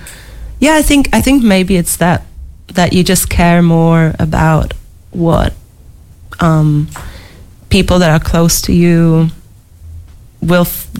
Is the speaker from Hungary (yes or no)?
yes; Hungary; moved away; my home country in Hungary